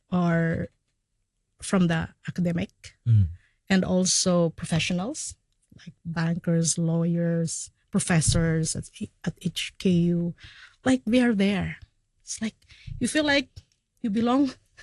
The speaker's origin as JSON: {"language": "English", "country": "Philippines", "second_language": "English", "lives_now": "Hong Kong", "said": "I'm domestic migrant worker in Hong Kong. I'm from the Philippines, and thank you for having me.\" That's when I read, and when I went to the sides, like, because I'm the only Filipino there"}